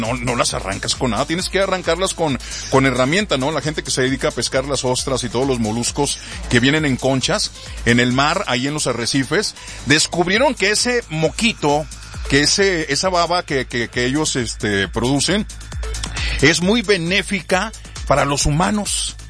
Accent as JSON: {"language": "Spanish", "country": "Mexico", "tie": "born there", "said": "gracias por haber nacido en este hermoso México lindo y querido"}